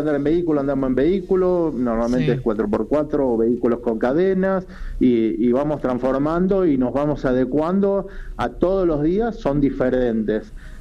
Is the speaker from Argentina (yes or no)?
yes; San Francisco, Córdoba, Argentina; now in Caviahue, Argentina; soy cordobés, soy de San Francisco, Córdoba, nacido y criado, y bueno, un día llegué a este lugar hace casi 30 años